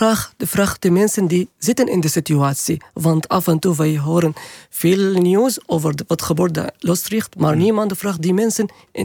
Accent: Syria; Dutch is a second language; now in Netherlands; ik kwam uit Syrië.

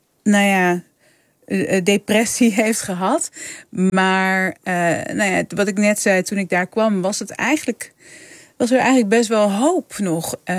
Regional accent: Leeuwarden, Friesland, Netherlands; moved away; also born or lived in Turkey; ik ben opgegroeid in Friesland. Eerst in een dorpje vlakbij Leeuwarden en daarna in Leeuwarden. Mijn moeder is Fries, dus ik ben wel opgegroeid met Fries om me heen. Ja. Ik heb het nooit echt gesproken in de zin van dat het mijn dagelijkse, dat het mijn taal was.

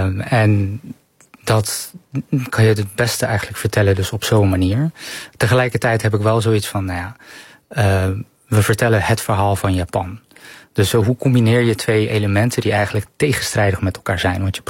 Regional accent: Netherlands; moved away

